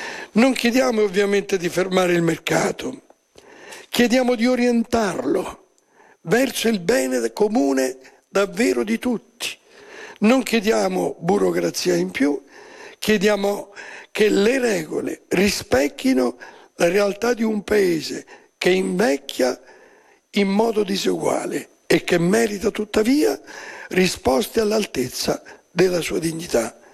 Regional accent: Sicily, Italy; Anch'io sono siciliano, ormai mi devo chiedere.

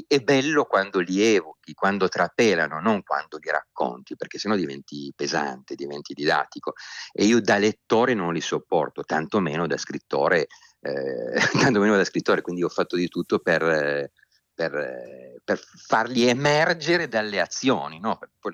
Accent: Turin, Piedmont, Italy; io sono torinese

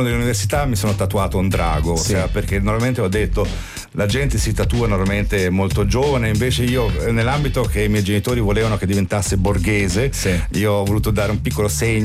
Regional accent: Madrid, Community of Madrid, Spain; first language Spanish; Italian is a second language; now in Italy; sono nato a Madrid, Spagna

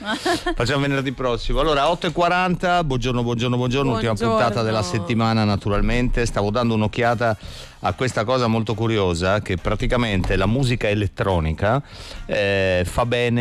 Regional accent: Japan; Da giapponese che sono

